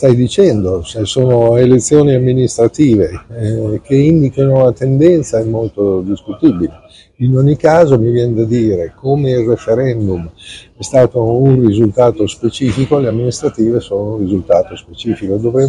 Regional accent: Bologna, Emilia-Romagna, Italy; io sono un bolognese.

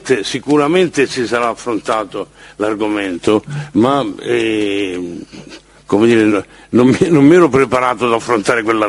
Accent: Palermo, Sicily, Italy; sono palermitano come lui

